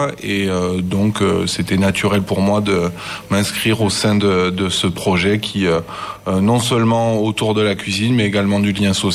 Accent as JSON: {"language": "French", "town": "Saint-Affrique", "region": "Occitanie", "country": "France", "tie": "born there", "said": "je suis donc vraiment né au cœur du territoire, puisque je viens de la commune de Sainte-Afrique"}